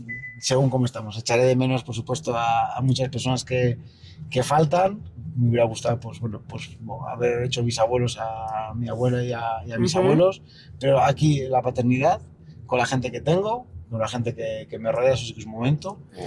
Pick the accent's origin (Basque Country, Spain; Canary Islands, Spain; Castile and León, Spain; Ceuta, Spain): Castile and León, Spain; León; born there; soy un enamorado de León